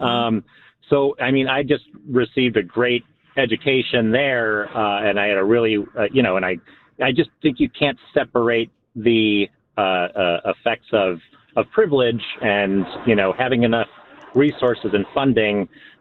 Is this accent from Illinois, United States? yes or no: yes; Park Ridge, Illinois, United States; I grew up in Park Ridge.